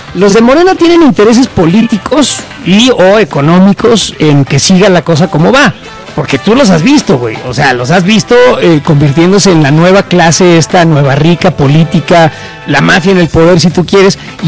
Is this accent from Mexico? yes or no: yes; Mexico